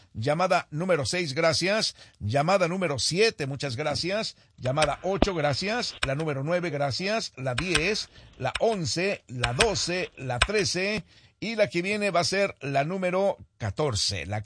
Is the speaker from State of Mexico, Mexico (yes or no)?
yes; State of Mexico, Mexico; ¿Sabe que yo viví toda mi infancia allá en el Estado de México? Cerca de Toluca también.